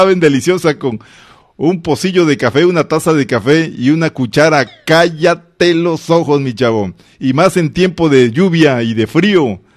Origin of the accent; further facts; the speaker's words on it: Tabasco, Mexico; moved away; Yo en mi pueblo, en mi tierra, en Tabasco